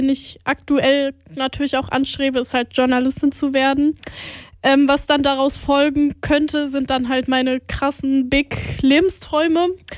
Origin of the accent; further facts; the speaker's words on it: Schwerte, North Rhine-Westphalia, Germany; ein eigenes Jugendradio in Schwerte in meiner Heimat zu gründen und dann eine Partnerschaft mit Aschaffenburg zu machen